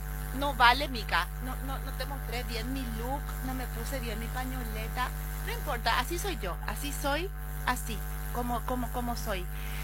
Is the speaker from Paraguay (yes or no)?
yes; Paraguay; como lo que somos así, los paraguayos